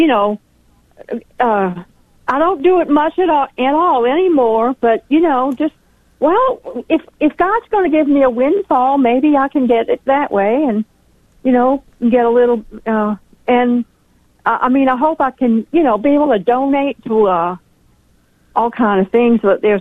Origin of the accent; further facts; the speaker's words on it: New Orleans, Louisiana, United States; Oh, and I grew up in New Orleans like Raymond Arroyo.